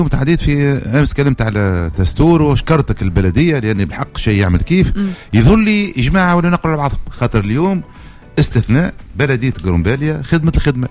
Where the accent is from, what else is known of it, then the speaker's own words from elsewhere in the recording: Tunisia; ماناش قادرين احنا كعقل تونسي باش نستثمروا ونعملوا